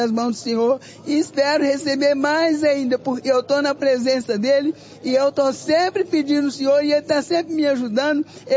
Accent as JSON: {"language": "Portuguese", "town": "Juiz de Fora", "region": "Minas Gerais", "country": "Brazil", "said": "Eu vim de Juiz de Fora."}